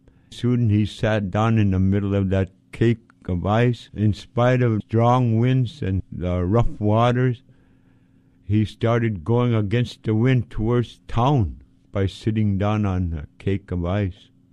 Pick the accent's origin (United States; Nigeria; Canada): United States; Point Hope, Alaska; I'm an Inupiaq from Tikilak, Point Hope, Alaska.